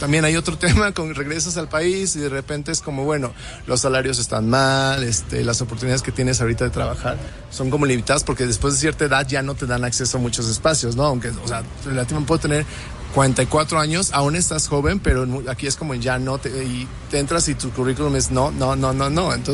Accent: Mexico City, Mexico; moved away as an adult; also born or lived in New York; Pues soy originario de Ciudad de México, ya me fui grande a Estados Unidos, a Nueva York, estuve ahí viviendo 11 años

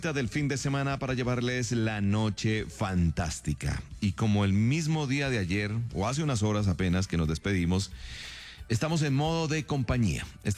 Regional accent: Colombia

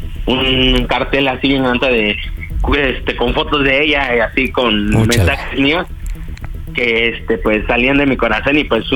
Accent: Ecatepec de Morelos, State of Mexico, Mexico

